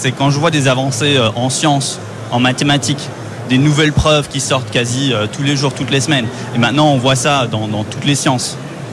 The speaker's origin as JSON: {"language": "French", "town": "Brussels", "region": "Brussels-Capital Region", "country": "Belgium", "moved": "as an adult", "lives_now": "San Francisco, United States", "said": "Je suis belge. De Bruxelles. D'origine, oui."}